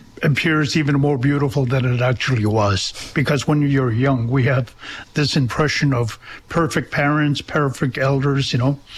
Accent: Tulita, Northwest Territories, Canada; English is a second language; now in Yellowknife, Canada; I am originally from Tulita, used to be called Port Norman, and I grew up on the land. and spent 7 years in residential schools. I live in Yellowknife now.

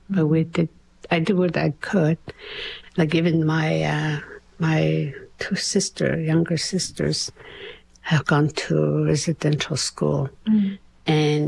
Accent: Délı̨nę, Northwest Territories, Canada; I'm from Delina, where the Great Bear Lake is beautiful, huge, huge lake. Growing up, there was hardly any technology, no cell phone, no TV. Our community was very small.

